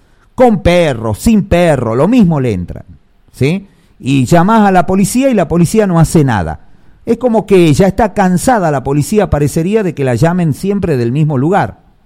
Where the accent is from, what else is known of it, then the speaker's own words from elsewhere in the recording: Salta, Argentina; los últimos somos los de ANTA.